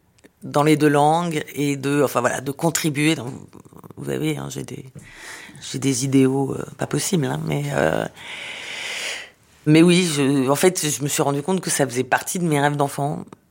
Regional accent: Israel; born or raised there

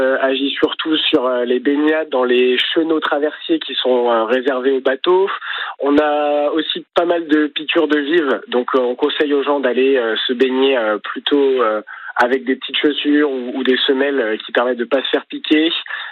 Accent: Rennes, Brittany, France; moved away as an adult; now in Saint-Malo, France; je suis rennais de base, mais Malouin d'adoption. Je suis tombé amoureux de Saint-Malo il y a 3 ans. Et j'ai fait ma première saison de sauveteur ici et j'ai décidé de m'y installer

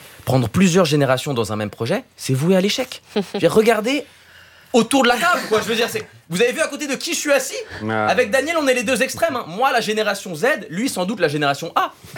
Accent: Switzerland; moi je suis suisse.

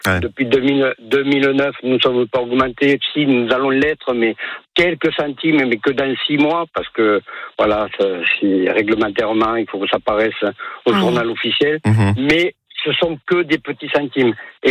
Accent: Frontignan, Occitanie, France; accent: southern; Moi, je suis de Frontignan, dans l'Hérault.

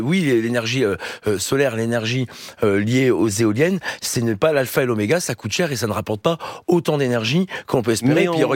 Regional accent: Hauts-de-France, France; moi je suis du Nord, donc Gravelines à Dunkerque

